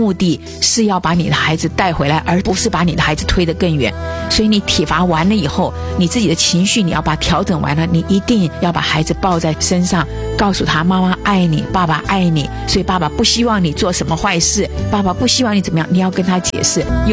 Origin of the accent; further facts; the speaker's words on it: China; 我觉得我们中国人不太跟孩子有肢体的接触